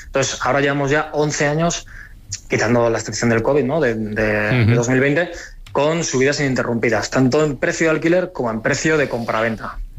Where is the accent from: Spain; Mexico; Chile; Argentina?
Spain; Altea, Valencian Community; moved away as an adult